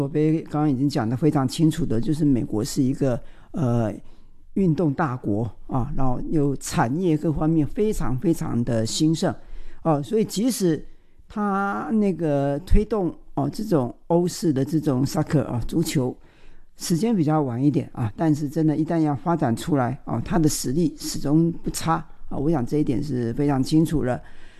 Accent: Taiwan; 对我们台湾人来说

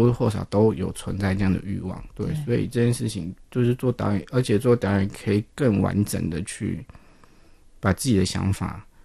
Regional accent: Taiwan; accent: Taiwanese Hokkien; first language Taiwanese Hokkien; Chinese is a second language; 我都比较强调用我的母语，就是台语做创作

